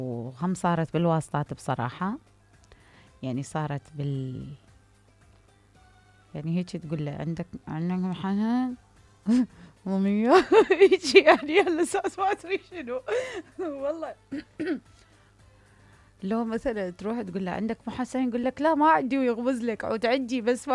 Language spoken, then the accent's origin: Arabic; Iraq; هسه أنا كمواطنة عراقية أريد بنزين السيارتي